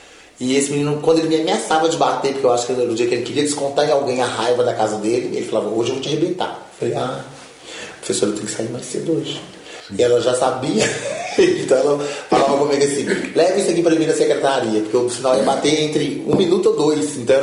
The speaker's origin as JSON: {"language": "Portuguese", "town": "Belo Horizonte", "region": "Minas Gerais", "country": "Brazil", "tie": "born or raised there", "said": "tenho 43 anos, nasci em Belo Horizonte, cresci no Morro das Pedras."}